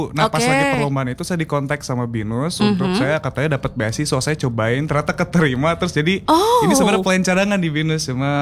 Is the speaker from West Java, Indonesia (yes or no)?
yes; Bandung, West Java, Indonesia; born there; Saya orang Bandung, lahir di Bandung, di Boromius lahirnya.